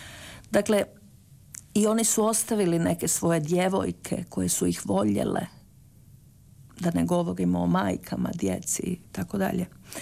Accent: Croatia

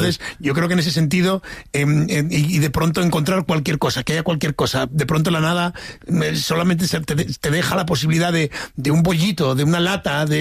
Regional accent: Asturias, Spain; En efecto, por eso yo, siendo asturiano, no, es imposible.

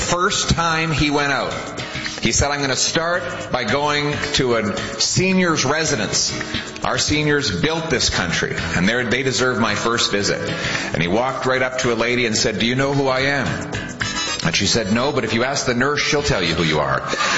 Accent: Calgary, Alberta, Canada; It's wonderful to be back in my home province of Alberta. Born and raised in Calgary.

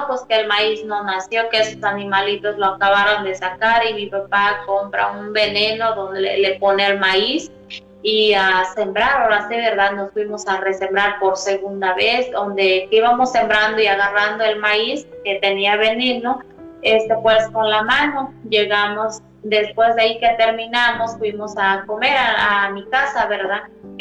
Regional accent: Arcelia, Guerrero, Mexico; now in Temixco, Mexico; Yo soy originaria de Guerrero, de mi municipio se llamaba, porque ahorita ya no existe, San Miguel Lindavista, Guerrero. Mi municipio era Arcelia Guerrero, pues yo soy de por allá originaria, pero gracias a Dios ya tengo aquí como más de 12 o 14 años viviendo acá en Temisco, Morelos.

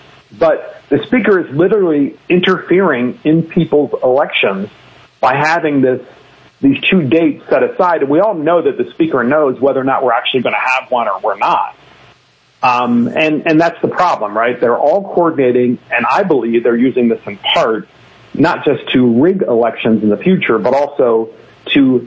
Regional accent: Baltimore, Maryland, United States; I do represent Calvert County, but I was born and raised in Baltimore. I'm very proud of that, I'm very proud of being a Baltimore boy.

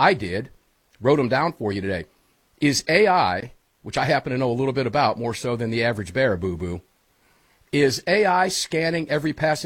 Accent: Tampa, Florida, United States; they've moved into my hometown of Tampa, Florida.

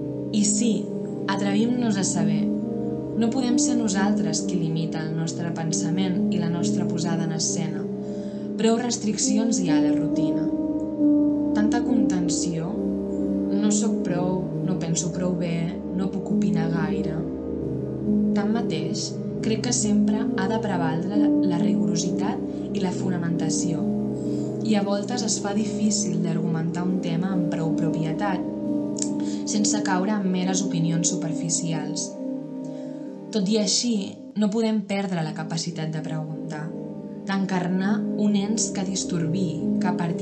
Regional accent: Vilanova i la Geltrú, Catalonia, Spain; Vilanova i la Geltrú, d'on sóc jo.

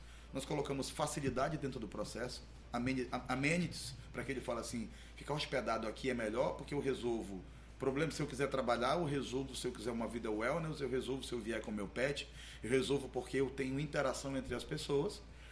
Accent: Manaus, Amazonas, Brazil; now in Fortaleza, Brazil; Eu sou do Amazonas

